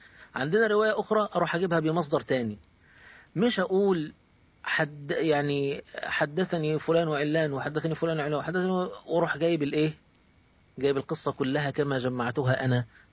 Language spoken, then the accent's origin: Arabic; Egypt; كان عندنا في مصر